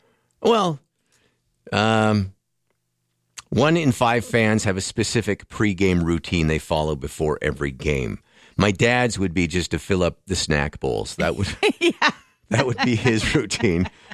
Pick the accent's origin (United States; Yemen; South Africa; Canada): Canada; Saskatchewan; Growing up in Saskatchewan